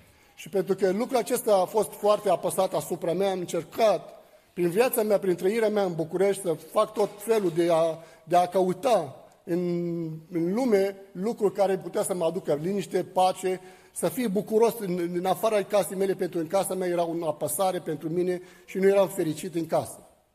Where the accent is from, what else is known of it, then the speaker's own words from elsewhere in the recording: Lebanon; moved away as an adult; now in Bucharest, Romania; sunt din Liban, m-am născut într-o familie de musulmani și aiți.